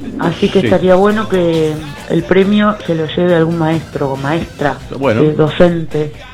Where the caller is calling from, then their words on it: San Telmo, Buenos Aires, Argentina; de San Telmo.